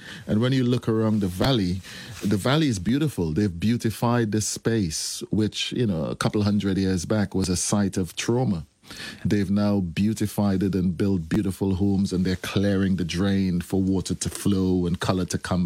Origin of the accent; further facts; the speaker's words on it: Trinidad & Tobago; Carnival, you know, which I grew up with in Trinidad, is a very surreal thing, you know, and that has been part of my aesthetic since I was a child